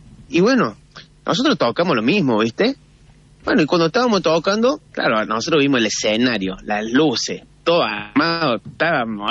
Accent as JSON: {"language": "Spanish", "town": "Alta Gracia", "region": "Córdoba", "country": "Argentina", "said": "Nosotros somos de Altagracia. Está a 40 minutos de acá, más o menos."}